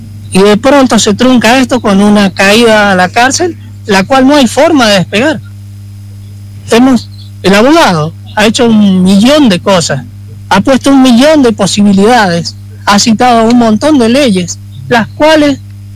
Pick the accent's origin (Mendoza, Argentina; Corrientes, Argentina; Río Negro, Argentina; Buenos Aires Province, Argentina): Mendoza, Argentina; moved away as an adult; now in Guandacol, Argentina; nosotros somos una familia que tenemos 25 años en Guandacol, pero yo soy de Mendoza.